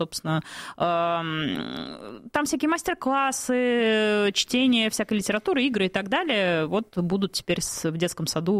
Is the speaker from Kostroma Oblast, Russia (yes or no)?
no; Moscow, Russia; потому что я москвич, я здесь родилась